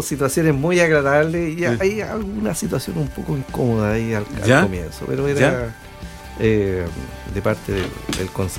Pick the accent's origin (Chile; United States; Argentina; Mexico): Chile; Coquimbo; coquimbanos netos. Yo nací, ya, nací en Coquimbo, me crié y me malcrié, dicen algunos, ¿ya? En Coquimbo.